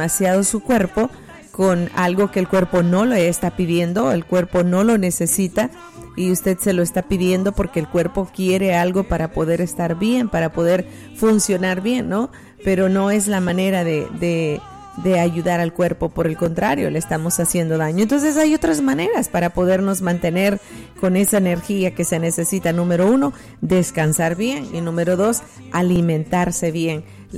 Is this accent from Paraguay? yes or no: no; El Salvador; moved away; En mi país, El Salvador, hoy se celebra el Día del Padre.